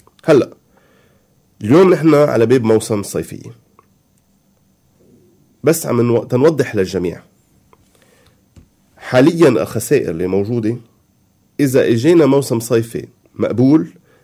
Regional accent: Keserwan-Jbeil, Lebanon; انا اليوم كسروين، اليوم كسروين كتر خير الله مانا مضروبة، انا لبناني

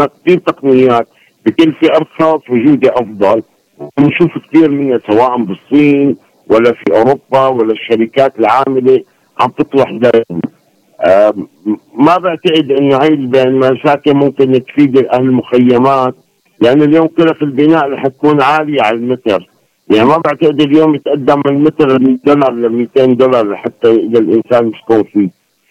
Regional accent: Syria

